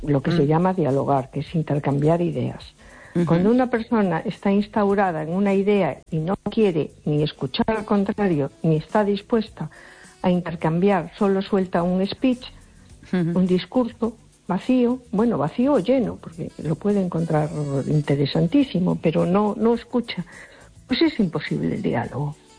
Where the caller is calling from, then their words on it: A Coruña, Galicia, Spain; Hola, buenas noches. … de Coruña.